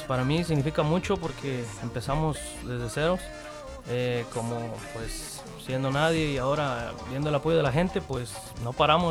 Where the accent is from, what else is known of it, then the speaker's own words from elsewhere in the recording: State of Mexico, Mexico; Nosotros somos originarios del Estado de México